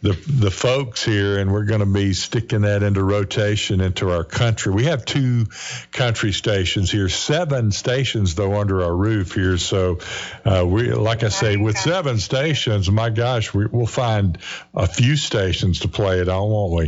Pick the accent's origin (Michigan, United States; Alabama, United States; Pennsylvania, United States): Alabama, United States; I grew up here in Alabama